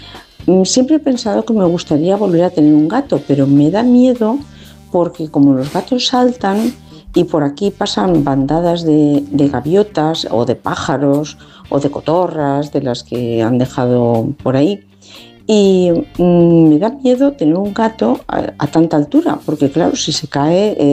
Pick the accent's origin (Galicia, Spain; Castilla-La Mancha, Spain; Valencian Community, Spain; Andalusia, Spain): Valencian Community, Spain; Valencia; soy de Valencia. Quería haceros una consulta sobre gatos.